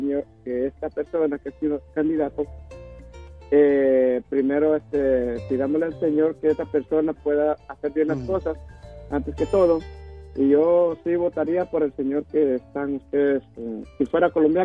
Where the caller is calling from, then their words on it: Guatemala; Yo soy guatemalteco